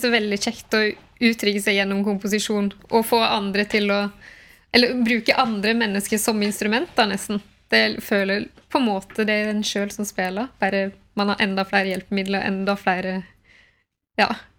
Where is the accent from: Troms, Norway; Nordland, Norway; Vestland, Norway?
Vestland, Norway; Breim; Det finnes i Breim der jeg kommer ifra.